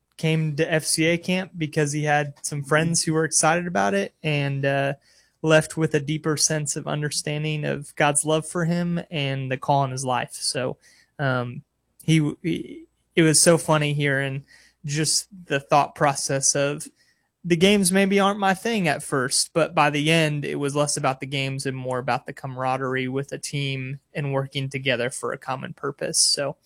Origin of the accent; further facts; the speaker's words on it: Illinois, United States; I'm a kid from Illinois who didn't really fish growing up.